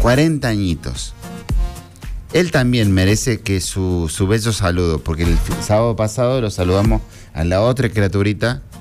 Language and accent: Spanish; Misiones, Argentina; tengo 39 años y me encanta el folclore del chamamé. Soy oriundo de Misiones.